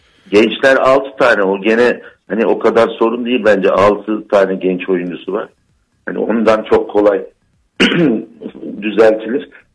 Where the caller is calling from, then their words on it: Ankara, Turkey; Ankara'dan arıyorum